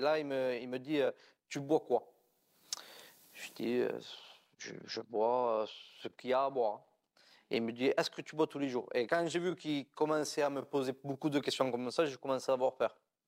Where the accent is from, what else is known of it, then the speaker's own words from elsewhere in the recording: Narbonne, Occitanie, France; Donc du coup, après à l'âge de 12-13 ans, j'ai voulu suivre mon père sur Sigean. Parce qu'à la base, j'étais de Narbonne.